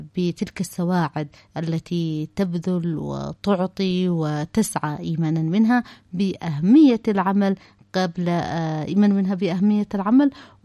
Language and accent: Arabic; Yemen; بلادنا اليمن